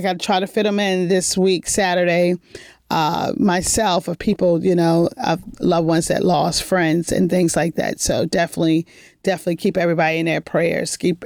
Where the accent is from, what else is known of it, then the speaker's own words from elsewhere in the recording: Baltimore, Maryland, United States; We are Baltimore homegrown. I was born in Johns Hopkins Hospital.